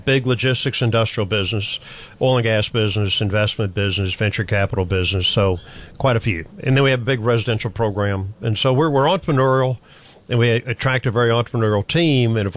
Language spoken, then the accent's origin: English; Texas, United States; being a Texan